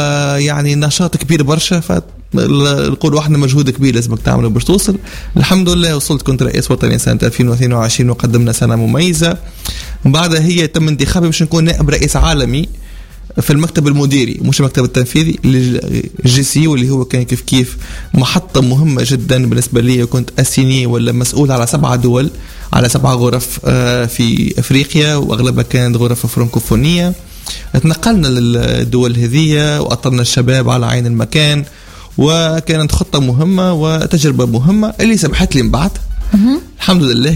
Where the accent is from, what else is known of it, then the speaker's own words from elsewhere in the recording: Tunisia; احنا من تونس